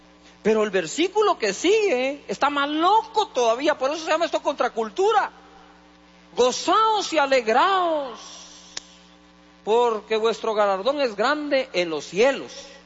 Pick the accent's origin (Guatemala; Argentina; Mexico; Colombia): Guatemala